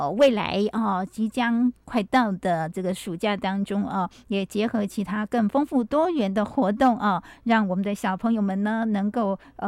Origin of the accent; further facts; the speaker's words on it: Hualien County, Taiwan; 我们花莲人